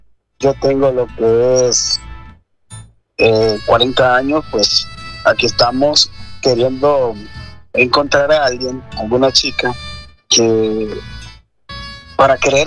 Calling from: Danlí, El Paraíso, Honduras; Yo soy de Daniel el Paraíso

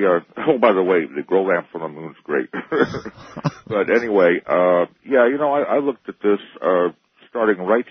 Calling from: Oregon, United States; I'm calling you from the Oregon coast.

